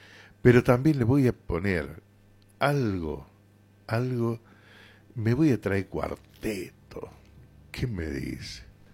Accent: Córdoba, Argentina; En mi vida de Córdoba, de cordobés, yo jugaba al básquetbol.

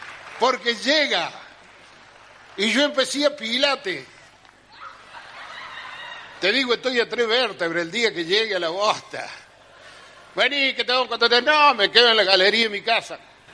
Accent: Cruz del Eje, Córdoba, Argentina; Yo que vengo de Cruz del Eje, provincia de Córdoba, el noroeste cordobés, la gente saludadora

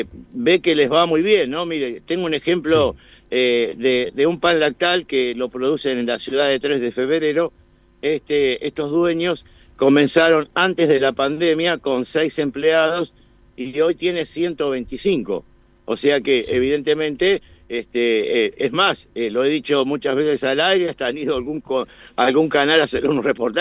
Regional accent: Morón, Buenos Aires Province, Argentina; yo soy de Morón, estoy en el conurbano

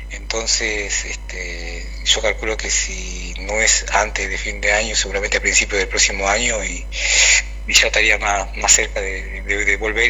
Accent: Embarcación, Salta, Argentina; moved away; poder estar nuevamente acá viviendo en mi patria chica

